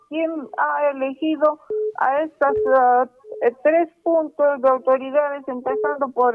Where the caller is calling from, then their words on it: Arequipa, Peru; ¿Qué nos pasa a los arequipeños? No podemos quedarnos así, nosotros no somos así.